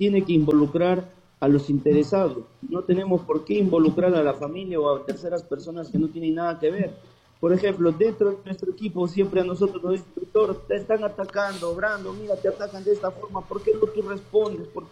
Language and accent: Spanish; Cajaruro district, Amazonas, Peru; now in Cajaruro, Peru; iniciamos en el centro poblado José Olaya, de donde yo soy justamente